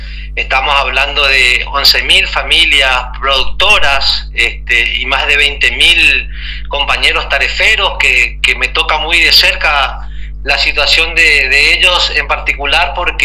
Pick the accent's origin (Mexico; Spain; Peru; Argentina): Argentina; Oberá, Misiones; porque yo soy de Oberá